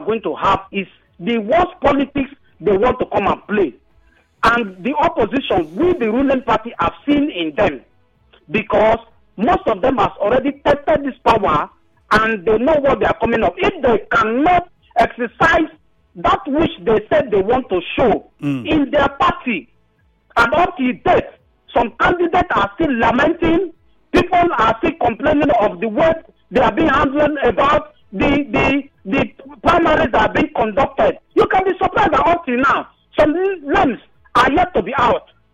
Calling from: Bori, Rivers, Nigeria; I'm calling from Bori in Kana local government.

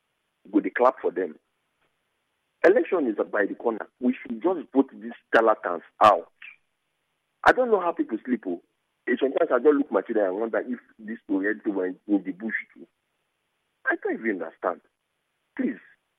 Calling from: Nigeria; I'm calling from St. John's.

